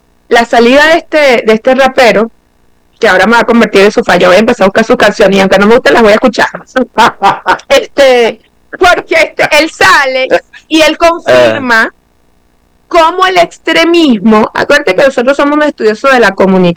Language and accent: Spanish; Venezuela; yo me siento como mujer y como venezolana bien representada.